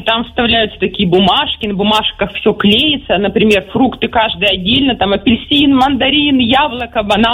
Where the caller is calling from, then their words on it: Arkhangelsk, Arkhangelsk Oblast, Russia; Я сама из Архангельска.